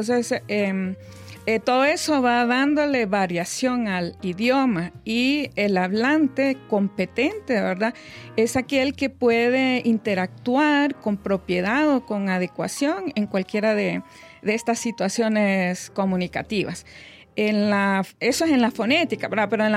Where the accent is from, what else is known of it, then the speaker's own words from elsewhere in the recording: Honduras; del español hondureño